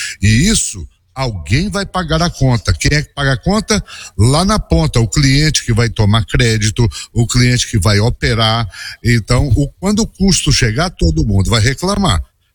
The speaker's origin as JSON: {"language": "Portuguese", "country": "Brazil", "said": "somos nós brasileiros"}